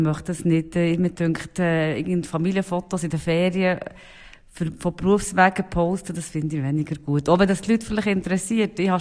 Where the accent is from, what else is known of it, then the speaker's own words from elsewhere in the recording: Thun, Bern, Switzerland; Also ich bin hier im Lerchenfeld aufgewachsen, in finanziell einfachen Verhältnissen.